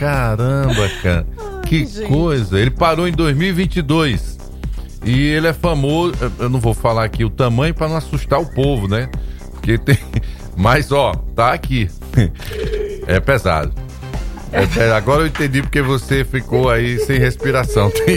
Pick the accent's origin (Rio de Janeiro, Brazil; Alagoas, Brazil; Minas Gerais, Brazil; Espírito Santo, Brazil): Alagoas, Brazil; Sou da Jatiúca, os caras lá me conhecem, cara.